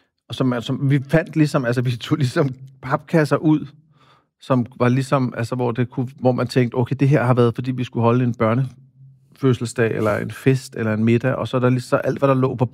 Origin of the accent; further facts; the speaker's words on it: Copenhagen, Capital Region of Denmark, Denmark; jeg voksede op på Amagerbrogade